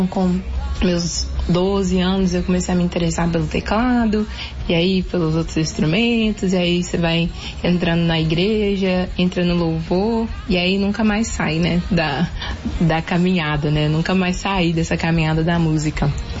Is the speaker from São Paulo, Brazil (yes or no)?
no; Belo Horizonte, Minas Gerais, Brazil; moved away as an adult; now in Marajó, Brazil; Eu sou de BH, morava em BH até então.